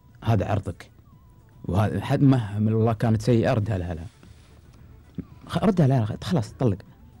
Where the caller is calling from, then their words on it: Qatar; عندنا في قطر